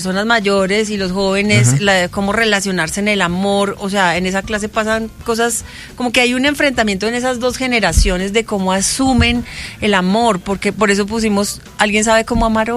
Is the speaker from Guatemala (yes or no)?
no; Panama; pues me toca que me devuelvan porque yo soy de Panamá.